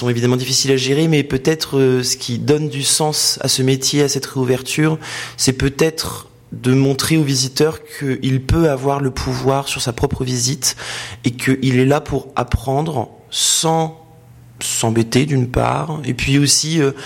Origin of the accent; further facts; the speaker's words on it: the north of France, France; accent: pointu; moved away; also born or lived in Paris / Saintes; moi je viens du nord de la France, hein, j'ai l'accent pointu. Et puis ensuite, bah je suis descendu au fur et à mesure du temps à Paris pour aller faire notamment mes études de droit et histoire de l'art à l'école du Louvre et à Paris 11.